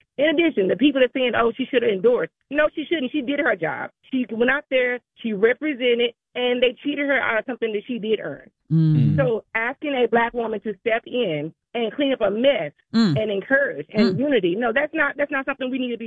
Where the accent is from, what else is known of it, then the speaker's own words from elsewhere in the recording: Texarkana, Arkansas, United States; I'm not even a resident of Texas, but I'm from Texarkana.